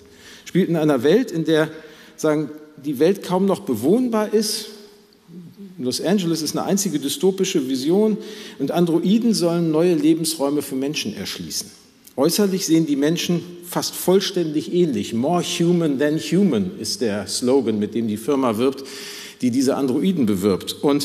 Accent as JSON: {"language": "German", "town": "Gelsenkirchen", "region": "North Rhine-Westphalia", "country": "Germany", "moved": "yes", "lives_now": "Hamburg, Germany", "said": "ich komme aus Gelsenkirchen."}